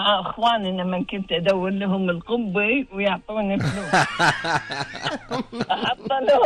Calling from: Capital Governorate, Kuwait; نخطر من الشامية كنا بيتنا بعدين رحنا الشامية.

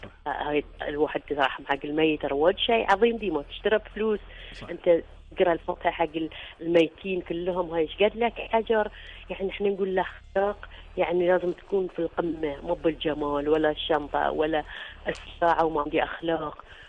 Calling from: Bahrain; احنا نتصل فيكم من البحرين

